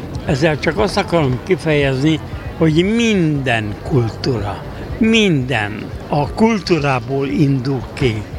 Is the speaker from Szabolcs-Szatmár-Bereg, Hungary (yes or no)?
yes; Gávavencsellő, Szabolcs-Szatmár-Bereg, Hungary; moved away; És én mivel cigány kunyhóból jöttem, cigányokkal együtt laktam, egy olyan településen, nevét is megnevezem természetes, mert büszke vagyok rá, Szabolcs-Szatmár megyéből